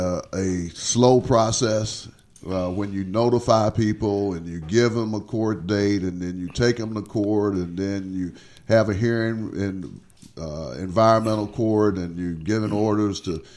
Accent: Riceville, Arkansas, United States; now in Little Rock, United States; I'm from Riceville, and when I was young, the Economic Opportunity Agency, EOA, had a summer youth program that employed youth like me when I was 14, 15 years old

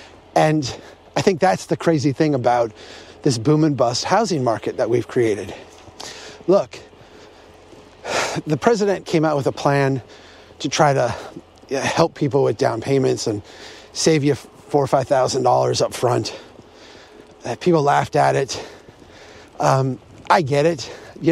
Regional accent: Brainerd, Minnesota, United States; with Strong Towns. Nice to see you today. It's a February in Minnesota in my hometown of Brainerd.

